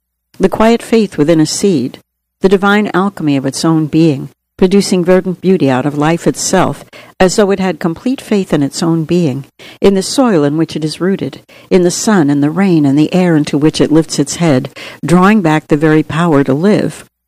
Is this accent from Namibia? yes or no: yes; Namibia; Growing up in Namibia, I witnessed strong communities rising despite hardship.